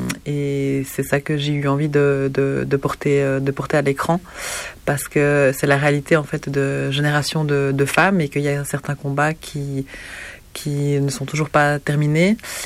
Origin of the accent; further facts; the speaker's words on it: Switzerland; Moi, en tant que Suissesse